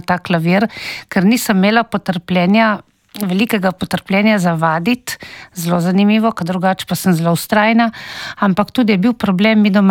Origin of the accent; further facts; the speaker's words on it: Ročinj, Goriška, Slovenia; jaz sem odraščala kot otrok v Ročinju pri svoji stari mami in dedku.